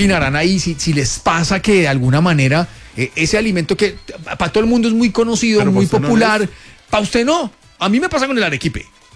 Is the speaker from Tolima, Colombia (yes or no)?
yes; Ibagué, Tolima, Colombia; also born or lived in Bogotá; Y llegué a vivir a donde un primo, yo soy de Ibagué, mi primo vivía en Bogotá, él trabajaba en Bogotá, vivía con la esposa, y llegué a vivir ahí mientras me ubicaba.